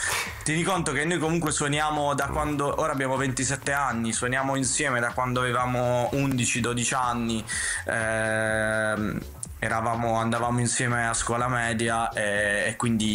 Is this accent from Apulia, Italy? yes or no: yes; Capurso, Apulia, Italy; Sì, sì, vicino Bari, di Capurso.